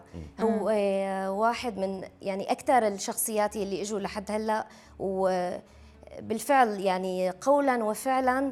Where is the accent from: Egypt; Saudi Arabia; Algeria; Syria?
Syria; إلنا كسوريين